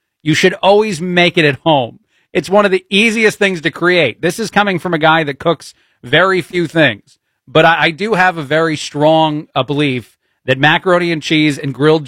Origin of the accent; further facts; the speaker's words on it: East Coast, United States; I'm born and raised on the East Coast.